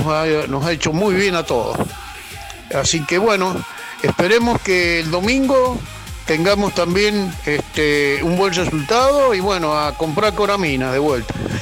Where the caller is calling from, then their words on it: Argentina; la alegría que nos ha dado este equipo realmente nos enorgullece como argentinos.